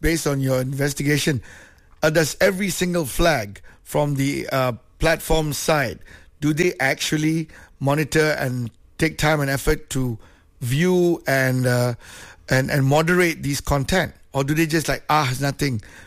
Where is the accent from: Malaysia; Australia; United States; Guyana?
Malaysia; I think as a Malaysian, right, we've got so many channels here